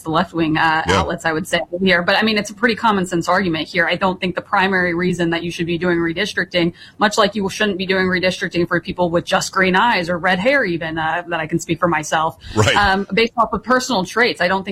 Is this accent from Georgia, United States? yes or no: yes; Atlanta, Georgia, United States; you know, I'm from Atlanta, Georgia. You know, I see a Georgia that's turned really to a purple state.